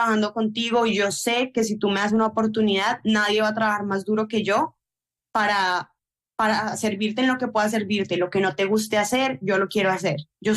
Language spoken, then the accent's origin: Spanish; Colombia; moved away as an adult; also born or lived in Florida; Pero bueno, yo me fui de Colombia... Mi mamá me apoyó mucho